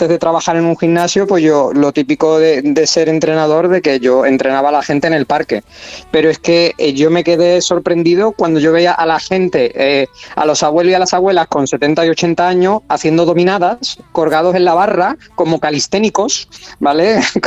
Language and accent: Spanish; Seville, Andalusia, Spain; tengo que decir a mi favor, bueno, que yo soy sevillano, yo soy de Sevilla